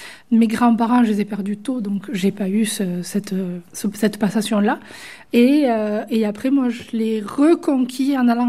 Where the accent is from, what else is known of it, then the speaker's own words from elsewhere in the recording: Occitanie, France; Donc j'ai eu la chance de grandir entourée d'occitans dans une petite enclave, comme j'aime à le dire, un peu comme Obélix. Je suis tombée dedans toute petite et je suis originaire de l'arrière-pays, entre Bédarieux